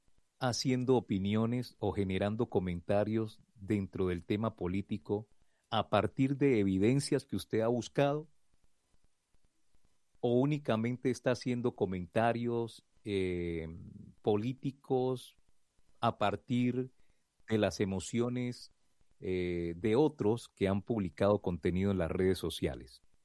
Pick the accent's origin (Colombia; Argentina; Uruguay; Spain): Colombia; nosotros, como colombianos